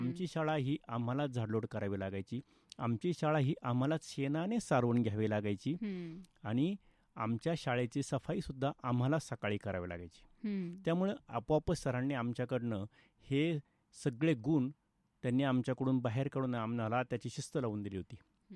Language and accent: Marathi; Rahuri, Maharashtra, India; हो, राहुरीमध्येच गेलं माझं बालपण. जन्मही माझा राहुरीचाच आहे आणि बालपणही माझं राहुरीमध्येच गेलं. राहुरीच्या जवळच एक येवले आखाडा म्हणून एक छोटंसं गाव आहे, ते राहुर नगरपालिकेच्या हद्दीमध्येच समाविष्ट आहे आणि त्या ठिकाणी माझं बालपण गेलंय.